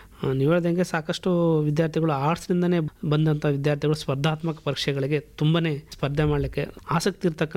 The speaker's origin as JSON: {"language": "Kannada", "town": "Raichur", "region": "Karnataka", "country": "India"}